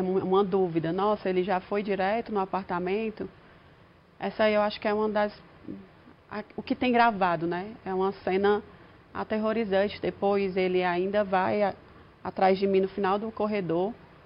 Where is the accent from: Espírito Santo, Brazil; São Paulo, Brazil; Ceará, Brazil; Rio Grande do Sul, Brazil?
Ceará, Brazil; Fortaleza; moved away; E eu não tenho ninguém, eu não sou daqui, eu sou de Fortaleza.